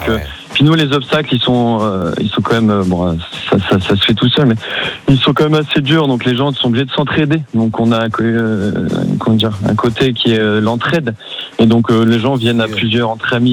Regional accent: Hauts-de-France, France; Et après, vu qu'on est du Nord, on en fait côté de Valenciennes et tout ça.

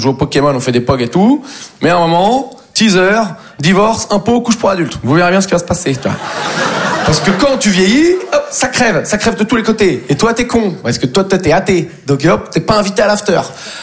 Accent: Nouvelle-Aquitaine, France; Moi je viens du Poitou-Charentes. Tout le monde s'en bat les couilles de nous, quoi.

